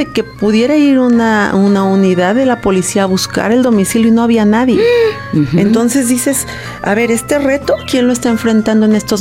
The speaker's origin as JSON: {"language": "Spanish", "region": "Jalisco", "country": "Mexico", "said": "Jalisciense, con mucho orgullo."}